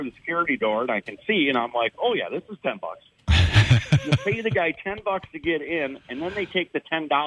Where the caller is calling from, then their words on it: the South, United States; I'm from the South, and we got nothing like this.